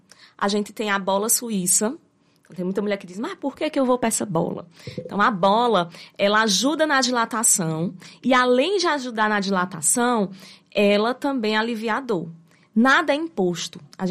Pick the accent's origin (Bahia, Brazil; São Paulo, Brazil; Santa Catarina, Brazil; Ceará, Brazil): Ceará, Brazil; now in Tarauacá, Brazil; que é seguido no Ceará, que é de onde eu venho, né?